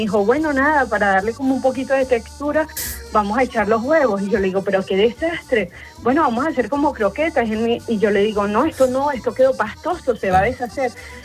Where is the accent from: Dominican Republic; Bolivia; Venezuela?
Venezuela; Pues soy de Venezuela, vivíamos más o menos en la crisis de 2015 y habíamos ido a la playa porque vivíamos en Margarita.